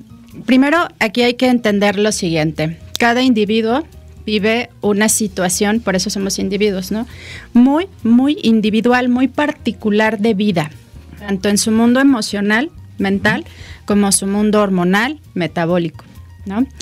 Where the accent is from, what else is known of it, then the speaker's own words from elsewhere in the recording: Mexico; Somos mexicanos.